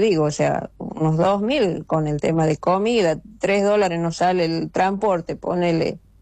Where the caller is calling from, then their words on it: Chilecito, La Rioja, Argentina